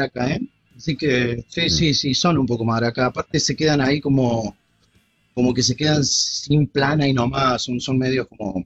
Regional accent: Córdoba, Argentina; moved away; Córdoba, de Córdoba. Sí, no soy cordobés.

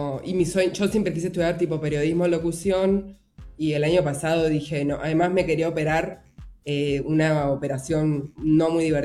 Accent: Chaco, Argentina; moved away as an adult; also born or lived in Córdoba; Soy de Chaco, nada, a los 19 me fui a estudiar traductorado de inglés a Córdoba, porque sabía inglés.

